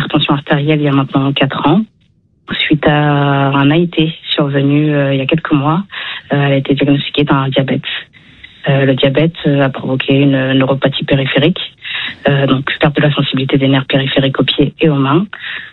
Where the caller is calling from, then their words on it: Dakar, Senegal; je suis à Dakar, donc à 60 km.